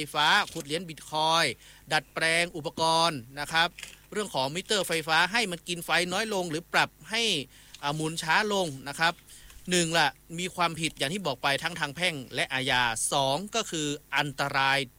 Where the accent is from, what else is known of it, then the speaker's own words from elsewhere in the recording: Nan, Thailand; accent: Nan accent (Northern Thai); now in Chiang Mai, Thailand; อู้เมืองได้อยู่นะอู้เมืองสำเนียงน่านถึงจะมาอยู่เจียงใหม่หลายปีแต่ก็สำเนียงเอี้ยครับ